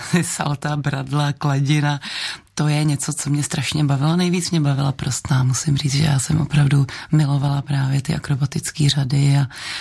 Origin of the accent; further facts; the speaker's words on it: Prague, Czechia; já jsem se narodila v Praze, táta byl z Vysočiny, takže jsme hodně trávili času v lesích, teda kolem Kamenice nad Lipou